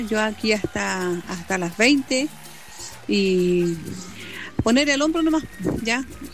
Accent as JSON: {"language": "Spanish", "country": "Chile", "said": "Soy una chilena de tomo y lomo."}